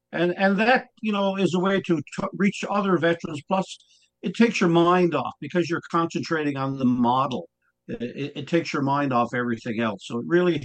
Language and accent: English; Carpentier, Newfoundland and Labrador, Canada; In my hometown here in Carpentier, Newfoundland, you know, we have 200 members, but we're open to the public every day, Monday through Saturday.